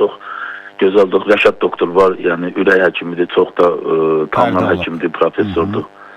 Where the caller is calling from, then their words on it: Astara, Astara District, Azerbaijan; Mən də Astaralıyam.